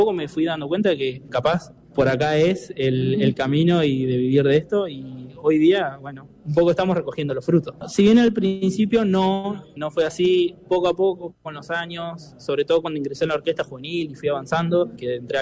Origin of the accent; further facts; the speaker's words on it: Durazno, Uruguay; Yo soy de Durazno, del barrio de Puerto Los Barriles.